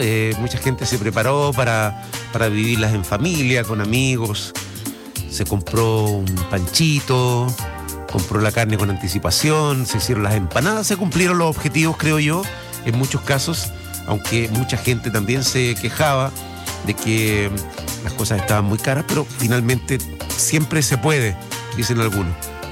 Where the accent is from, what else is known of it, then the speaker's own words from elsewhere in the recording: Chile; como chileno y chilena